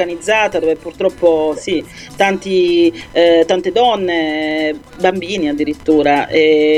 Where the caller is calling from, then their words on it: Turin, Piedmont, Italy; anch'io sono di Torino